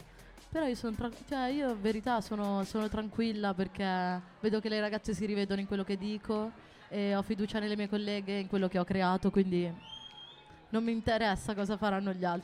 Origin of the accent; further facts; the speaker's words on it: Milan, Lombardy, Italy; sono di Milano Nord, siamo a Milano Sud, mi trovo bene.